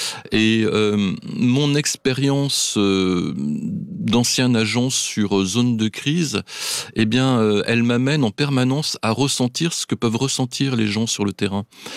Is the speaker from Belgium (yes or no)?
no; France